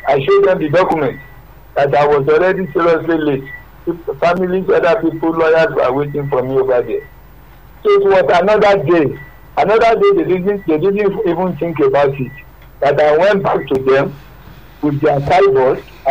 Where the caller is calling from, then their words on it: Magboro, Ogun, Nigeria; I am calling from Prayer City, Magbola.